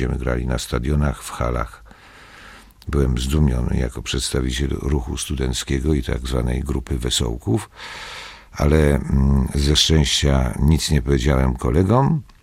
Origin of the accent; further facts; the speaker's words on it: Sosnowiec, Silesian Voivodeship, Poland; Był to pianista, który przyjechał z okolic Sosnowca, mojego rodzinnego miasta, czyli ze Śląska